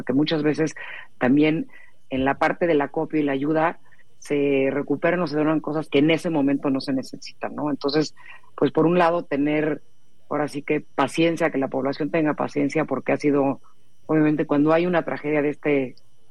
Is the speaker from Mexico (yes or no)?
yes; Mexico; sobre todo como mexicanos